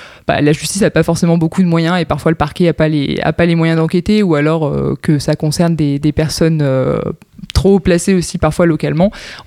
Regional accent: Provence-Alpes-Côte d'Azur, France; moved away; j'ai 26 ans, je suis originaire des Bouches-du-Rhône

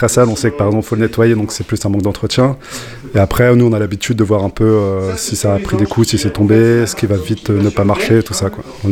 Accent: Compiègne, Hauts-de-France, France; Laurent, il est de Quimper, moi je suis de Compiègne.

